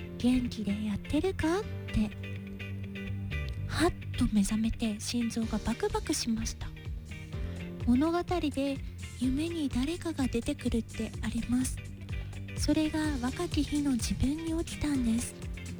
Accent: Tokushima, Japan; moved away as an adult; also born or lived in Kobe; 私は徳島県徳島市出身なんですけど

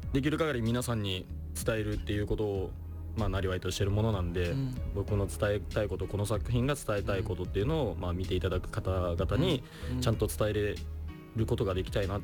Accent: Hiroshima, Japan; いずれ僕も広島県民として、まあ、そこの広島の魂は全然あるので

